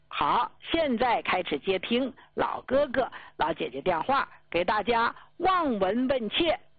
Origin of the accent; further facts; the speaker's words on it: Jilin, China; 咱们吉林穷啊